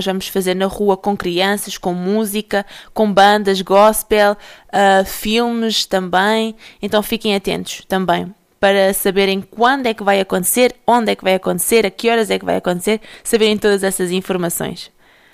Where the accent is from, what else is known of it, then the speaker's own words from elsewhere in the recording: Portugal; now in Pinhel, Portugal; Eu sou portuguesa